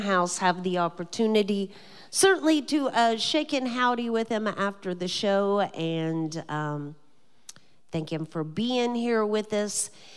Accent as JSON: {"language": "English", "region": "the South", "country": "United States", "accent": "southern", "said": "my southern accent"}